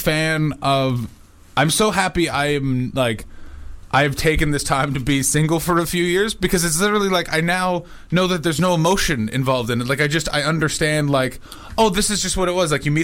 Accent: Canada; Hey, Banbury, I'm from Canada, and I know what the tube is called

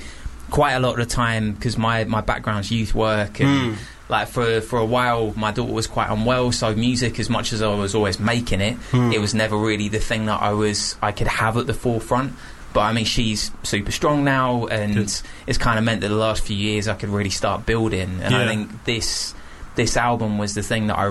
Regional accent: Bristol, South West England, United Kingdom

